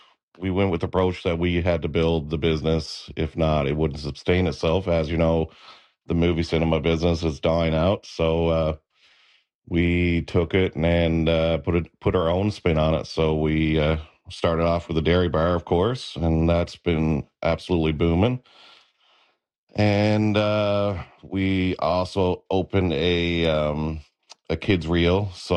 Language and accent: English; Clarenville, Newfoundland and Labrador, Canada; I grew up in Clarenville